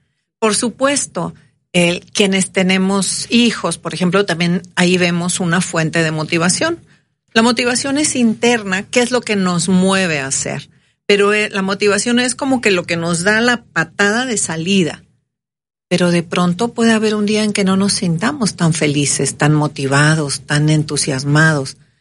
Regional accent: Mexico; somos latinos, mexicanos, felices

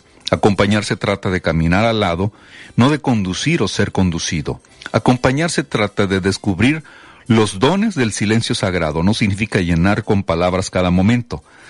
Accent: Mexico; Pocos mexicanos conocemos la raíz negra de nuestra actual nación.

